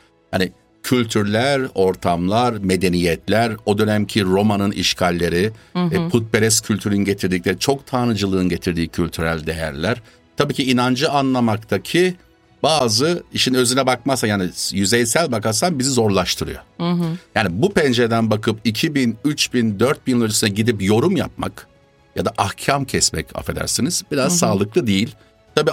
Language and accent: Turkish; Sivas, Turkey; Aslen Sivaslıyım, Alevi asıllıyım. Şimdi de İsevi'yim.